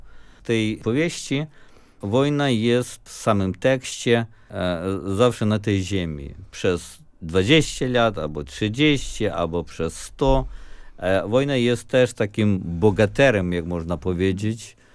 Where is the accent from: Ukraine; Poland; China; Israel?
Ukraine; now in United States; Z jednej strony odczułem te powietrze ojczyzny